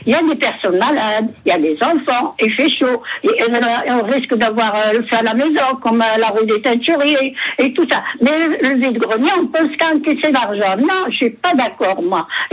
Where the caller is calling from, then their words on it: Avignon, Provence-Alpes-Côte d'Azur, France; Moi, à Avignon, j'habite il y a longtemps. Je suis d'Avignon. Et la rue Rateau, moi, je ne suis pas rue des Teinturiers, mais on fait partie de la rue des Teinturiers.